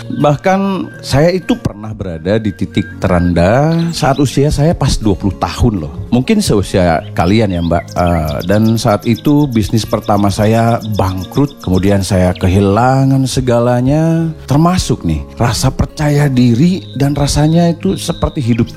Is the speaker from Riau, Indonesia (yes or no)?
no; Jakarta, Indonesia; born there; Saya lahir di Jakarta 15 Oktober 1984.